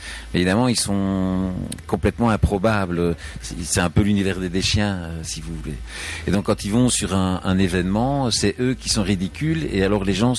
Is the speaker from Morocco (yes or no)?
no; Belgium; accent: Belgian; j'ai quand même un accent belge, apparemment, moi je me rends pas compte, mais je crois que j'ai un accent belge